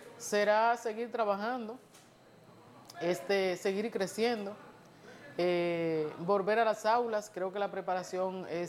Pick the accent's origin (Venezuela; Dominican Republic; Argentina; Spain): Dominican Republic; Neiba, Baoruco; moved away; Neiva, yo soy de Estero de Neiva.